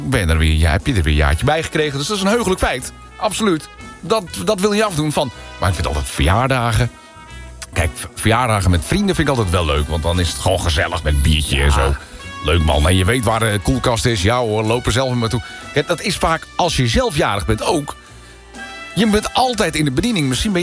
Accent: Friesland, Netherlands; Die hebben dan net iets meer dan bij ons in Friesland.

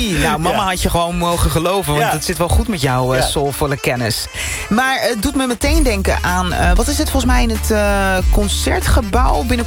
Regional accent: Rotterdam, South Holland, Netherlands; Ik ben een Rotterdammer, dus vannacht heel laat gaan slapen.

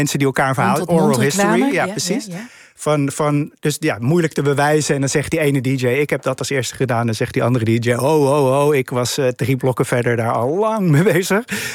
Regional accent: The Hague, South Holland, Netherlands; Ik kom uit Den Haag.

